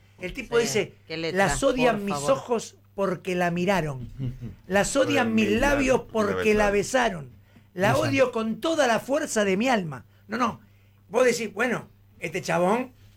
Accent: El Palomar, Buenos Aires Province, Argentina; Yo soy el 3 de febrero, yo soy del Palomar.

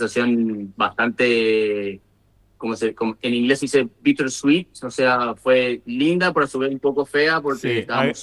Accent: Argentina; moved away as an adult; also born or lived in United States; now in Germany; Argentina fue el país que me vio crecer. Argentina me dio mis raíces. Como siempre digo, más allá de que yo lleve la bandera de Estados Unidos en mi uniforme, mi corazón siempre sigue siendo argentino. Yo me fui de muy chiquitito

